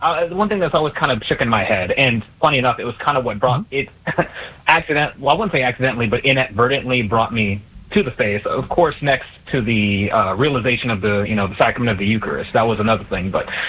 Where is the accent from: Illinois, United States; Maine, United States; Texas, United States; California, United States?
Texas, United States; growing up in Southern Texas, like, there's it's predominantly Hispanic demographic, and you see images of, you know, Lady Guadalupe everywhere.